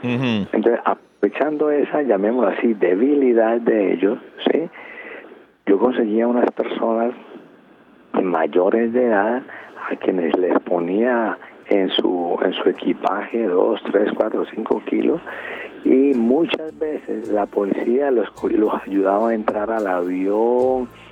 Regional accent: Buenaventura, Valle del Cauca, Colombia; born there; now in Cali, Colombia; Yo nací en Buenaventura, que queda a 2 horas de Cali. Eso es un puerto, el primer puerto marítimo de Colombia sobre el Pacífico.

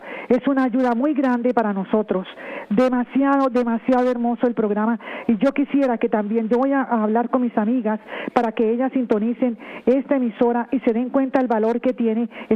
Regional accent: Cali, Valle del Cauca, Colombia; now in New York, United States; Yo soy colombiana. Mi ciudad es Cali.

